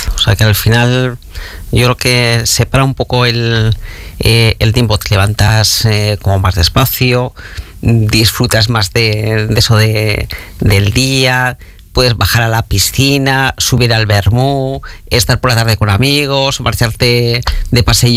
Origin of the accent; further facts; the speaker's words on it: Gumiel, Castile and León, Spain; moved away; porque yo tengo una sobrina que no ha nacido, pero es que lo siente como suyo, mi pueblo.